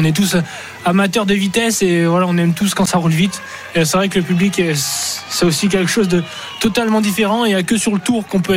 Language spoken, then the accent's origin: French; France; En tant que Français sur les routes du Tour, découvrir ça, c'est une chance inouïe.